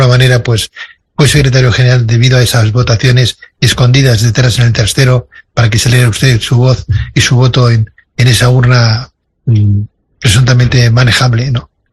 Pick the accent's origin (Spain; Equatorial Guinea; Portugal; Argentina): Spain; yo me siento español, me siento orgulloso